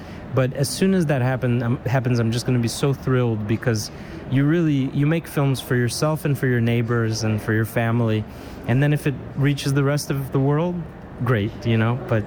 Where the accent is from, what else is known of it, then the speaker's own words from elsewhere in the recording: São Paulo, Brazil; moved away; also born or lived in United States / Europe; I was born in Sao Paulo. It's my city. I have four generations of family here. But I lived in the U.S. for a long time. I lived in Europe.